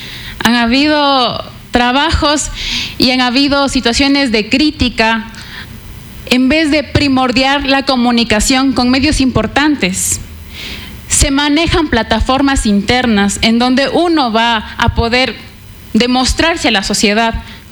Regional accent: Píllaro, Tungurahua, Ecuador; Yo he nacido y he crecido toda mi vida en mi tierra

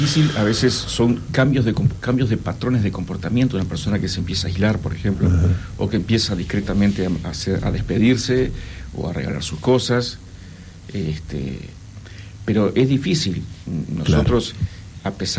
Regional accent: Uruguay; nos percibimos como, el uruguayo se percibe como pacífico y tranquilo

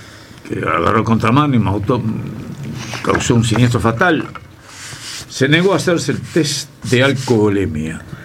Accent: Noblía, Cerro Largo, Uruguay; Me ofrezco para trabajar alrededor de la quinta sección del departamento de Cerro Largo, ahí en Noblía, de donde soy.

